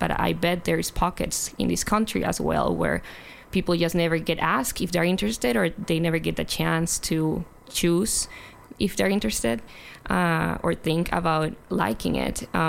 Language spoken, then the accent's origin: English; Mexico; moved away